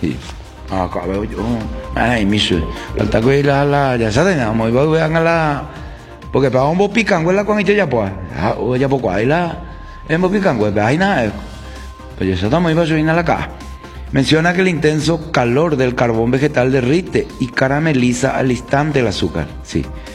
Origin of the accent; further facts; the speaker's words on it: Colombia; now in Paraguay; Bueno, como colombiano y como colombiano viviendo en Paraguay, puedo decir que amo el cocido con chipas.